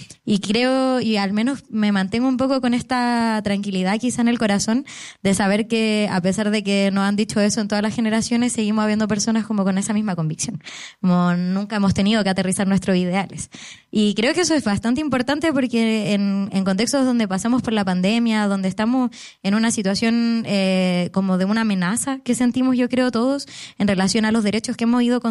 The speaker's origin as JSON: {"language": "Spanish", "town": "Paine", "region": "Santiago Metropolitan Region", "country": "Chile", "tie": "born or raised there", "said": "Yo soy de Paine. Me crié y me estudié en un colegio donde toda la vida nunca existió un centro de estudiantes."}